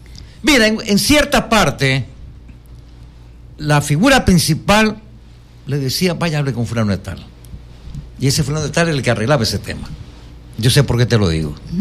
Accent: Quevedo, Los Ríos, Ecuador; Porque soy de Quevedo.

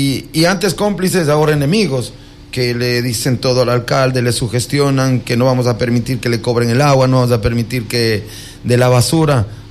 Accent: Ibarra, Imbabura, Ecuador; now in Quevedo, Ecuador; Yo soy ibarreño, soy

